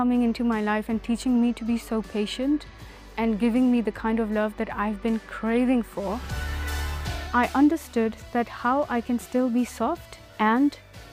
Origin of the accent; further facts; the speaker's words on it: Islamabad, Islamabad Capital Territory, Pakistan; English is a second language; moved away as an adult; I'm from Islamabad, Pakistan, and I'm a psychologist who believes in healing and connection. My father was a diplomat. We were raised in very diverse cultures. I was only 18 when I moved here.